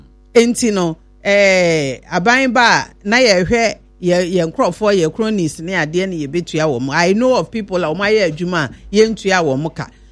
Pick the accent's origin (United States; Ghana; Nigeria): Ghana; and I think say as a Ghanaian